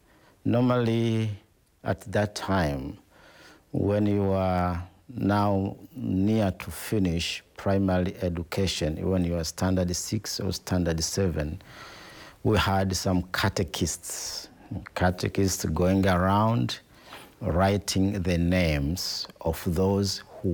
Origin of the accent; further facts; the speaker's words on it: Ifakara, Morogoro, Tanzania; born there; also born or lived in Biro; I am originally from the region of Morogoro, Morogoro region, a town called Ifakara. But I was born in a small village called Biro. That is my originality.